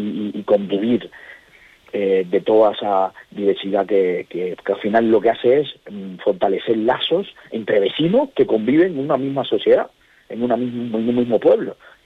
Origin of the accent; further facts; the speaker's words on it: Cuba; now in Albacete, Spain; yo por ejemplo soy cubano, pero cuando ya me relaciono con muchas personas, por ejemplo desde el punto de vista administrativo, yo le digo que soy un albaceteño de Cuba